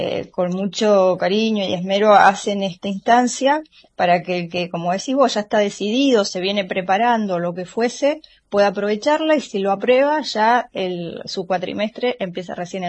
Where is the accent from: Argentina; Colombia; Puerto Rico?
Argentina; Mendoza; moved away as an adult; now in San Luis, Argentina; yo soy de Mendoza y me vine a estudiar a San Luis por la carrera que tenía